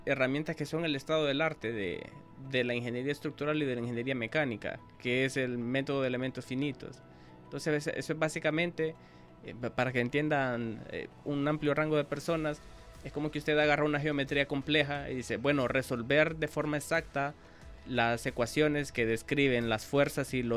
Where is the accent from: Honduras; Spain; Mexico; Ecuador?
Honduras; desde mi perspectiva como docente y como hondureño